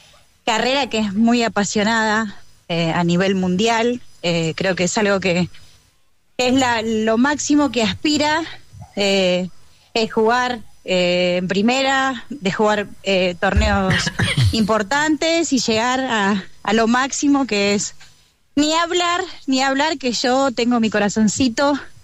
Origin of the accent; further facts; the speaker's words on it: Paraguay; No, nosotros somos paraguayos. Mi mamá le inculcó siempre todo lo que es las raíces.